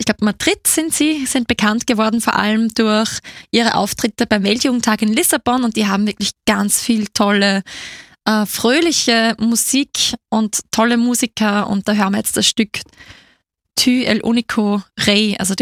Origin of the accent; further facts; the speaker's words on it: Grein, Upper Austria, Austria; Ich bin ja auch aus dem Mühlviertel.